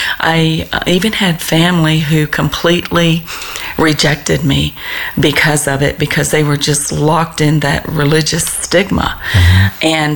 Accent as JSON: {"language": "English", "region": "Alabama", "country": "United States", "tie": "born or raised there", "also_born_or_lived": "Elmira, New York / South Carolina / Florida", "said": "I actually was born in Elmira, New York in the early 60s. And after mom and dad divorced, I was raised by my Alabama mom."}